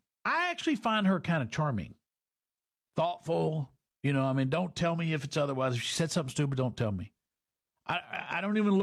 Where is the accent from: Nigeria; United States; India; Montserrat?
India; we bonded over that because growing up in India, they read British authors.